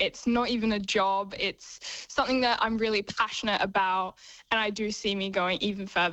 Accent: Australia; really Aussie since I'm Australian.

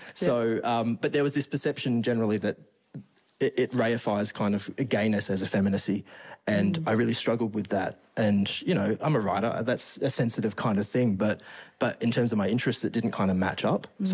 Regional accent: Geraldton, Western Australia, Australia; It's funny because of what I write now, people kind of know a little bit of that I grew up gay in Geraldton and all of that.

